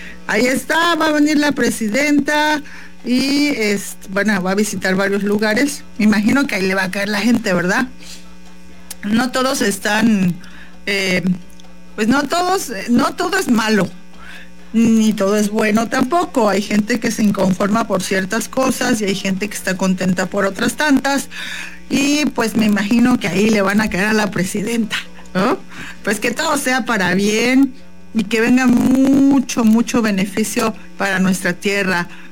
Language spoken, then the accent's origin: Spanish; Tabasco, Mexico; de Tabasco, porque es mi tierra querida